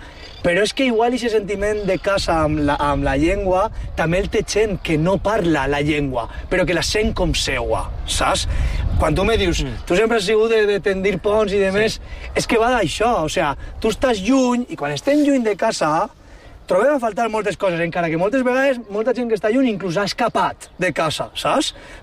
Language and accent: Catalan; Valencian Community, Spain; com podem deixar de costat la cosa tan personal que tenim nostra com a valencians?